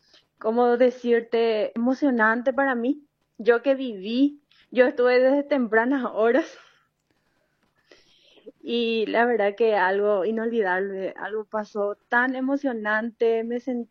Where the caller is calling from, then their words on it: Juan E. O'Leary, Alto Paraná, Paraguay; yo soy de Juan Oleari. Estoy a, ¿cómo se dice?, a frontera de, al límite de Alto Paraná y Caaguazú. Y yo me fui a Ciudad del Este.